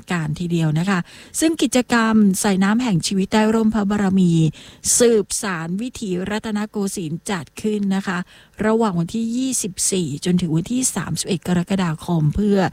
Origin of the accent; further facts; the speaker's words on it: Southern Thailand, Thailand; ซึ่งเราชาวใต้จะเรียกกันว่าวัดพระธาตุนครศรีธรรมราชนะคะก็เป็นศูนย์รวมจิตใจของคนไทยและโดยเฉพาะชาวใต้มาอย่างช้านานทีเดียวนะคะ